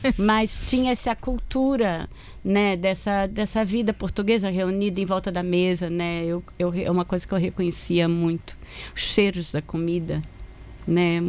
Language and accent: Portuguese; Rio de Janeiro, Brazil; no Rio de Janeiro especialmente, né, eu também sou carioca